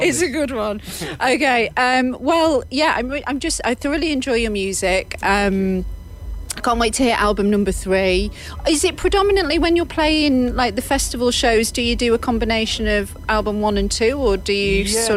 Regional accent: Wrexham, Wales, United Kingdom; my hometown.

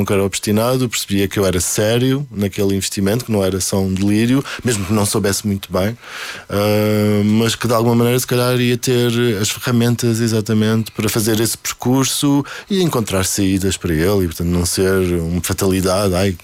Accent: Azores, Portugal; Não, pelo facto de eu ser açoriano, não, porque sempre tive este. Eu parece que sou do Porto

